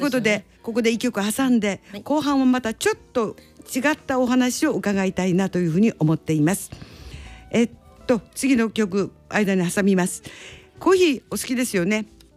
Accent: Yamanaka, Ishikawa, Japan; あの私のふるさと山中から毎年来てるんだっていう人がね、やっぱりいらっしゃったりしてね

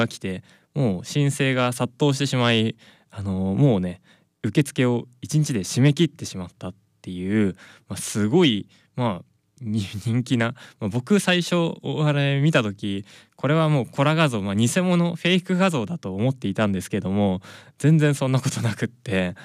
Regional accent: Gunma, Japan; 僕の地元の、まあ、群馬県についてねちょっとお話ししていこうかなと思うんですけども

